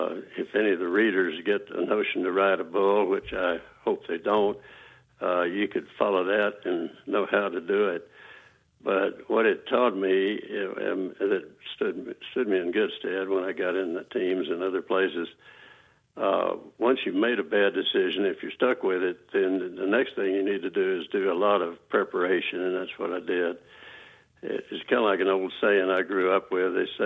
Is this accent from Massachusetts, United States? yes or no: no; Texas, United States; born or raised there